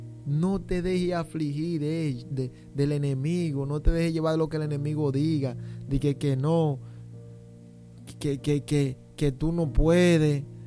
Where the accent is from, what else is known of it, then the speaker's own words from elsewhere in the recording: Santo Domingo, Dominican Republic; como decimos en Santo Domingo